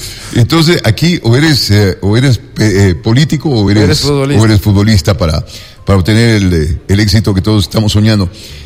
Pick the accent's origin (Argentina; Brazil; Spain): Spain